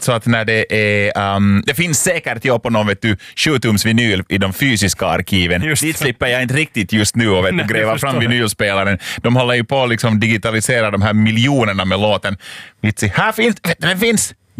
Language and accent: Swedish; Lapinjärvi, Uusimaa, Finland; jag kommer själv från Östra Nyland, från Lappträsk, och där finns det många som heter som riktiga efternamn Lustig.